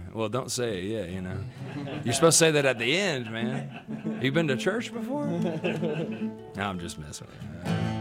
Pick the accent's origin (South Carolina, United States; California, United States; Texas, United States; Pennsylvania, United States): Texas, United States; Amarillo; moved away; I'm from Amarillo, Texas.